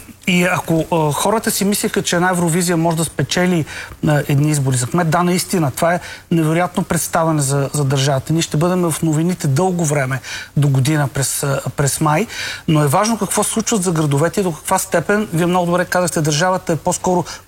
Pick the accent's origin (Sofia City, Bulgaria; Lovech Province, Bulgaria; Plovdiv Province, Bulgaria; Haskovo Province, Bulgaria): Sofia City, Bulgaria; Sofia; Аз съм кореняк софиянец. Искам града ми да изглежда европейски.